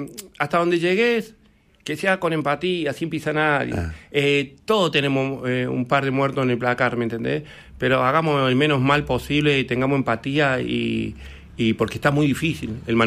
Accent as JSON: {"language": "Spanish", "region": "Córdoba", "country": "Argentina", "said": "yo soy de Barrio Arenales, Córdoba, y no llegué a jugar en la primera de Barrio Arenales."}